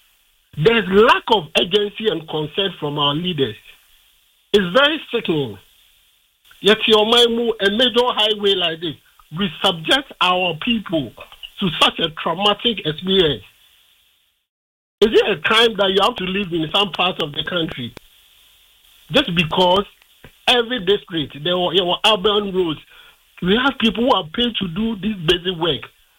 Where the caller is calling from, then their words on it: Central Region, Ghana; I'm from Central Region.